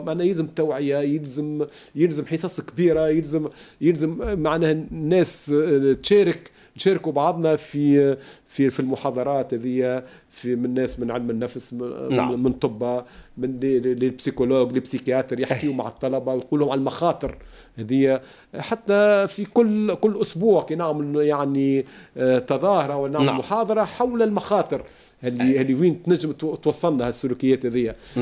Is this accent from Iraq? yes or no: no; Tunisia